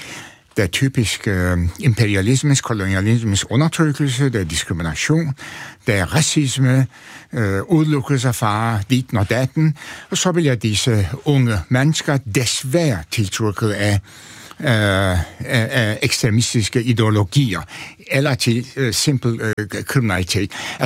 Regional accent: Antalya, Turkey; Danish is a second language; now in Denmark; Altså, jeg kommer fra en sådan en den overmiddelklasse familie. Altså, min far var apoteker, tjente mange penge i den lille by Antalya, som er kæmpestor turistby.

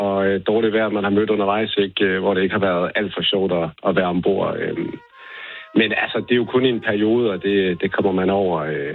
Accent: Fredericia, Region of Southern Denmark, Denmark; jeg kommer fra Fredericia-området af.

